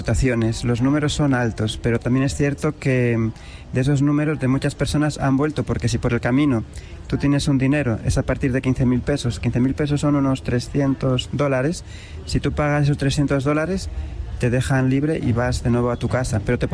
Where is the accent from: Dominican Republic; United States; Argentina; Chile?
Dominican Republic; me considero que soy dominicana, vengan a República Dominicana.